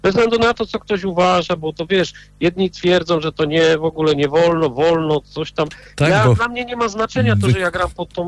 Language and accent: Polish; Bochnia, Lesser Poland, Poland; ja akurat jestem z Bochni